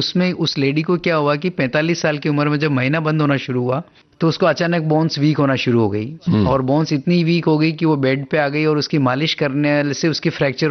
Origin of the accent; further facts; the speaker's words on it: Rajasthan, India; मैं राजस्थान का रहने वाला हूँ और उदयपुर मेडिकल कॉलेज से मेरी अपनी पढ़ाई करी